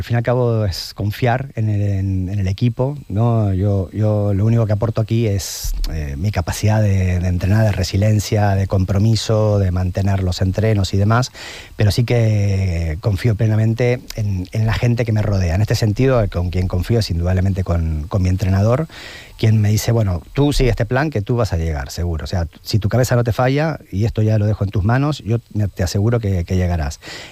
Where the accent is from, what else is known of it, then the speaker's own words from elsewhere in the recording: Argentina; Claro, emocionalmente para mí, que siendo argentino es muy fuerte, ¿no?